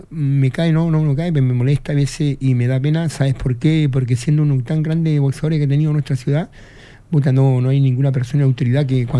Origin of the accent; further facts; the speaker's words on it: Iquique, Tarapacá, Chile; primero digo soy iquiqueño, después chileno, primero iquiqueño. Como todo iquiqueño.